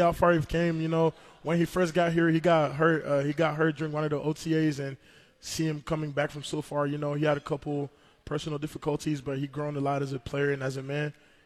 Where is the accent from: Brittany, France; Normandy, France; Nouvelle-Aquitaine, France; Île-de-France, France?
Normandy, France; now in New Mexico, United States; So, I was originally born and raised in France. I say Paris, which is not true. I was born in Normandy. For those who know a lot of history lessons, I was born by Normandy Beach.